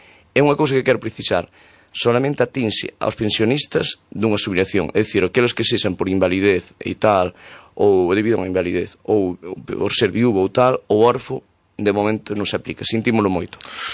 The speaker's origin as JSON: {"language": "Galician", "region": "Galicia", "country": "Spain", "said": "Porque eu son orgulloso de ser de Grixó de Hernández e ser dunha familia de labradores, entendes?"}